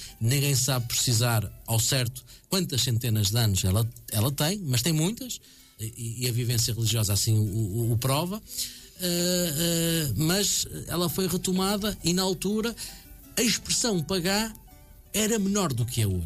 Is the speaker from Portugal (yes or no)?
yes; Bitarães, Norte, Portugal; born or raised there